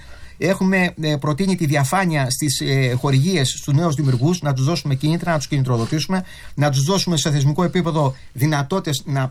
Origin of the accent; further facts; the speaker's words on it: Greece; εγώ σαν Έλληνας πολίτης